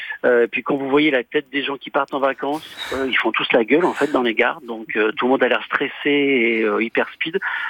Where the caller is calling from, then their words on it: Lyon, Auvergne-Rhône-Alpes, France; J'appelle de Lyon.